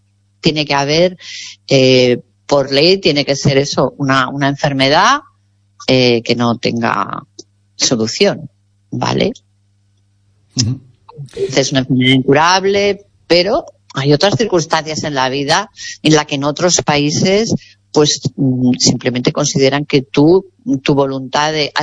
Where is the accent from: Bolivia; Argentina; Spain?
Spain; Community of Madrid; now in Galicia, Spain; Y mira que aquí en Galicia especialmente, yo soy madrileña, pero llevo aquí 16 años